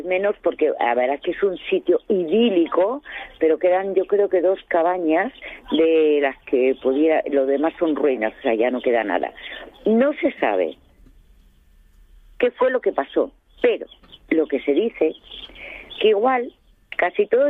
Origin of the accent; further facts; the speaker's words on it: Quirós, Asturias, Spain; y los que somos de Quirós y los que conocemos un poco cómo va la película, siempre decimos lo mismo.